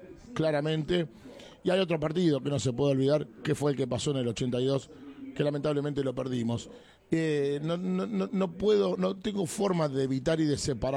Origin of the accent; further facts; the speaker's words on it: Venado Tuerto, Santa Fe, Argentina; Bueno, él es de Marcos Paz, yo soy de Venado Tuerto, Santa Fe.